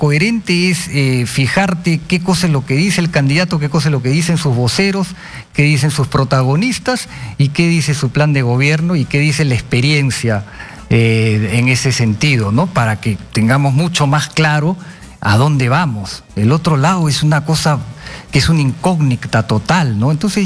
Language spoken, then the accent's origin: Spanish; Peru; Y eso es lo que necesitamos hoy día hacer como peruanos.